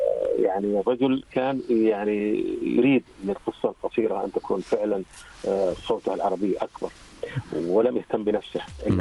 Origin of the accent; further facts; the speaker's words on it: Saudi Arabia; عندنا في المملكة العربية السعودية